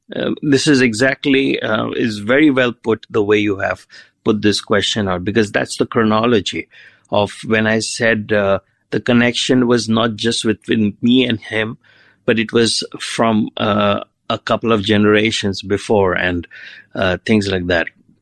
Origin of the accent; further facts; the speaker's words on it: India; just like any other musician or a kid growing up in India, was of a fanboy